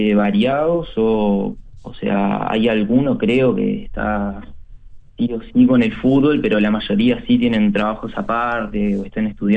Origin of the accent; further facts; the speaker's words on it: Montevideo, Uruguay; yo soy de Pocitos